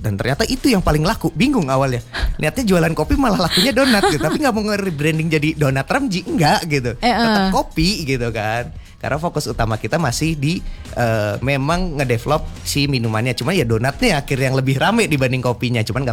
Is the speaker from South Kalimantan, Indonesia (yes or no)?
no; Bogor, West Java, Indonesia; now in Bandung, Indonesia; aku dari gede di Bogor.